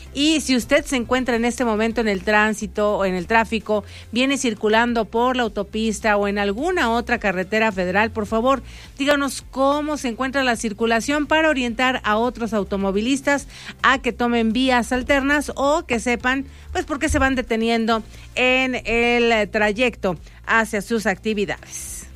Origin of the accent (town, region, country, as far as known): Mexico